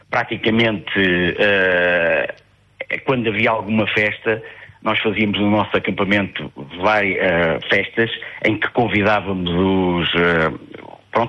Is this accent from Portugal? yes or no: yes; Portugal; E também as nossas características como portugueses, não é?